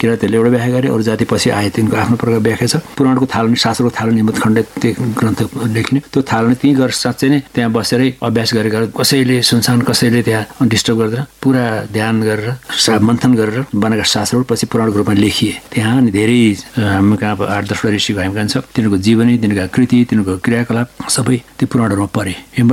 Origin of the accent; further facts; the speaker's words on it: Bhojpur, Koshi Province, Nepal; अलि पूर्व अझैतिर मेरो घर भोजपुर हो